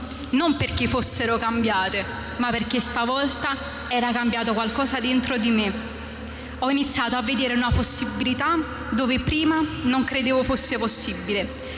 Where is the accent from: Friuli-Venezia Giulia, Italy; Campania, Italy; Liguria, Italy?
Campania, Italy; Naples; Io sono nata e cresciuta a Rione Sanità di Napoli